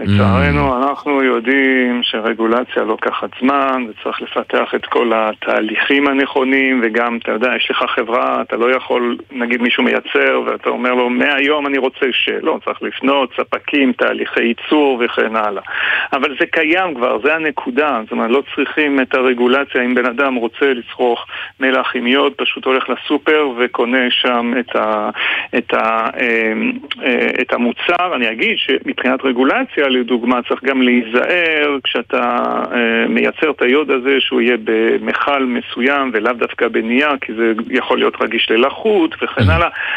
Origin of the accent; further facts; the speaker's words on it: France; now in Israel; בגלל שאני גדלתי במדינה אחרת, ושם המלח היה כבר עם יוד, אני גדלתי בצרפת